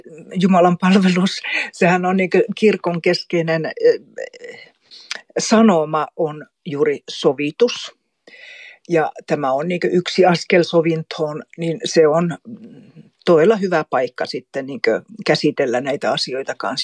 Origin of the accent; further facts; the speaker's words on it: Kolari, Lapland, Finland; now in Kaunisvaara, Sweden; Mä olen Tornionlaaksosta. Mulla on juuria Suomen ja Ruotin puolella. Itse olen kasunut sitten niin Suomen puolella Tornionlaaksossa Kolarissa. Ja tällä hetkellä mä asun Kaunisvaarassa. Se on täällä Ruotin puolella sitten, Pajalan kunnassa.